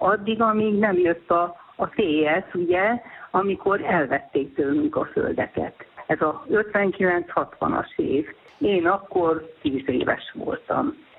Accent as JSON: {"language": "Hungarian", "region": "Transylvania", "country": "Romania", "said": "Mi Erdélyből származunk … és hát biztos hoztuk magunkkal a család."}